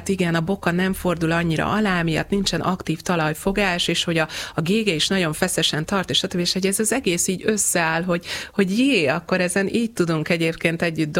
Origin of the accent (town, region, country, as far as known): Hungary